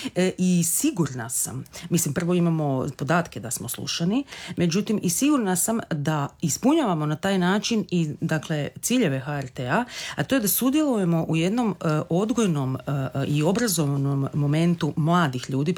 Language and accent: Croatian; Veliki Drvenik island, Split-Dalmatia County, Croatia; rodom sa otoka Veliki Drvenik, odakle sam i ja i moj otac i moja familija.